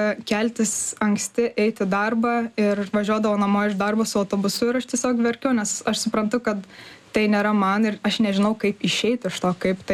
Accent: Kaunas, Kaunas County, Lithuania; now in Vilnius, Lithuania

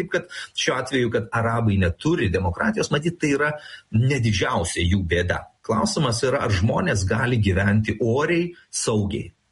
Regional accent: Pakruojis, Šiauliai County, Lithuania; Ar iš kur aš kilęs, aš iš Pakruojo, ar Dirvinių ir Gailiušių.

